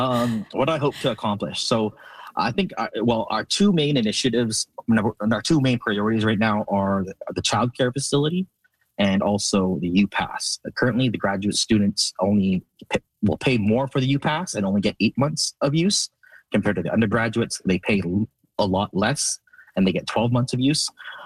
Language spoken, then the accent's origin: English; Vancouver, British Columbia, Canada; moved away as an adult; now in Saskatoon, Canada; She's from Toronto and I'm from Vancouver